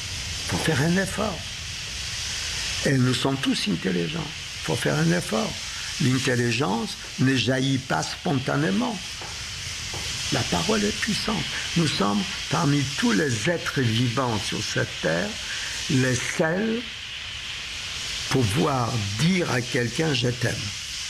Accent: Warsaw, Masovian Voivodeship, Poland; born there; first language Polish and Yiddish; French is a second language; Enfant, je parlais polonais et le yiddish. C'était, pour ceux qui ne savent pas, je suis né à Varsovie en 1936. Varsovie, 1 million d'habitants

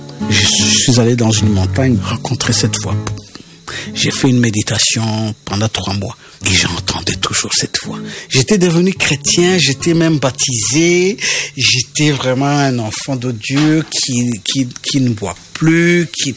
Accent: Rwanda; Je suis allé au Rwanda en 2007, dans mon village natal. là où j'étais né, là où j'avais connu Vincent, pour aller témoigner de mon pardon.

